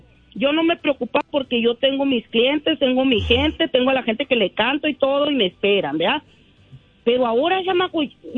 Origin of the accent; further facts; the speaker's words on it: Hermosillo, Sonora, Mexico; Yo soy de Hermosillo, Sonora, chamacos.